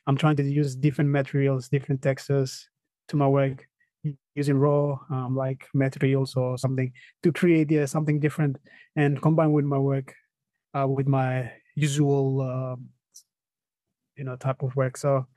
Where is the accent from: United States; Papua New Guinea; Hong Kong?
Papua New Guinea; They thought that I'm from from Brazil or other places. I don't know how they, Then when I told them PNG, it's like, well, where is PNG?